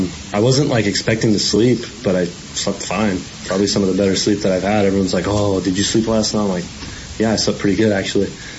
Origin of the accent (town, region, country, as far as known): Oxford, Mississippi, United States; also born or lived in Senatobia, United States